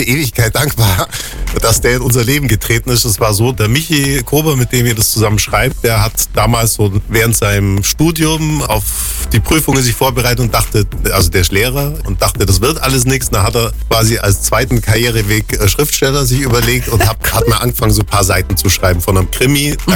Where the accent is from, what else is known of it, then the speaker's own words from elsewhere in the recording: Altusried, Bavaria, Germany; ich bin in Altus Ried aufgewachsen.